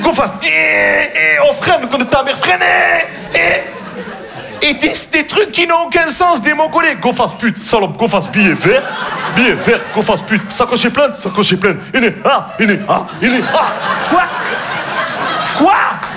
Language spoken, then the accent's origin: French; Marseille, Provence-Alpes-Côte d'Azur, France